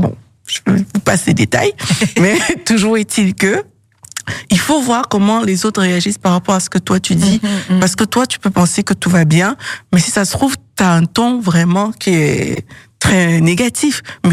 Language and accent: French; Cameroon; moved away; moi, je viens du Cameroun, et au Cameroun, on peut parler d'une façon parfois très tic-tac, tic-tac, tic-tac, et ça peut être normal.